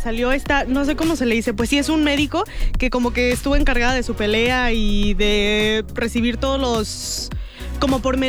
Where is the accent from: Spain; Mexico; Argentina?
Mexico; somos mexicanos